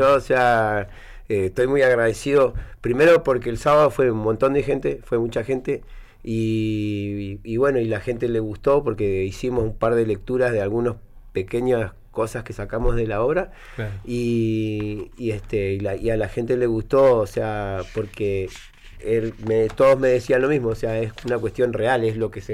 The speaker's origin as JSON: {"language": "Spanish", "town": "Río Gallegos", "region": "Santa Cruz", "country": "Argentina", "tie": "born or raised there", "said": "De acá, de Río Gallegos. Nací."}